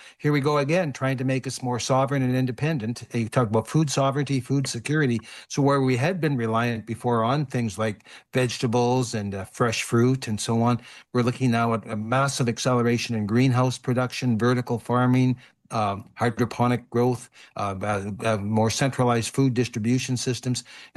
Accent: Western Canada, Canada; I am, as a Canadian.

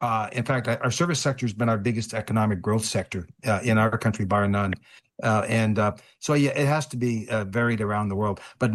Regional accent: Canada; Oh, I'm very worried. I am, as a Canadian.

